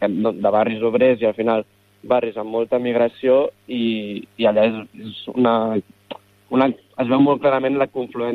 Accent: Sant Adrià de Besòs, Catalonia, Spain; la resta som d'extraradis de Barcelona, som de Prat de Llobregat, Hospitalet de Llobregat i jo de Sant Adrià de Besòs, que són tot ciutats de l'àrea metropolitana, però que no són de Barcelona.

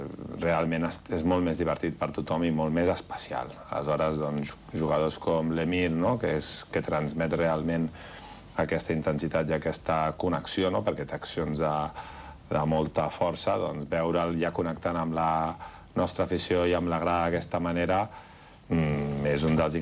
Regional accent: Badalona, Catalonia, Spain; per mi especialment, que sóc de Badalona i he fet aquí un procés i un camí que n'estic molt orgullós

